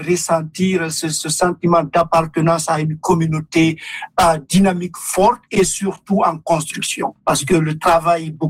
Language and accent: French; Guinea; also born or lived in France; now in Calgary, Canada; moi, je suis de la première génération d'immigrés à Calgary ici. Donc, plein d'amis, je vais dire 99% de la communauté guinéenne, nous venons de la Guinée, de la France